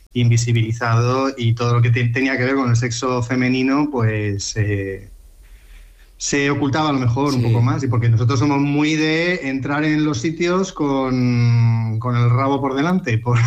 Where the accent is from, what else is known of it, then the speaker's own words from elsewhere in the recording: Valencian Community, Spain; yo, como soy valenciano